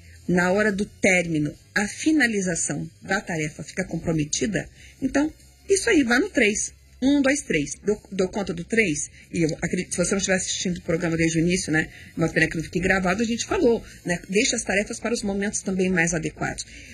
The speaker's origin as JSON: {"language": "Portuguese", "region": "South Region", "country": "Brazil", "said": "Eu sou sulista. E no sul a gente só tomava banho quente."}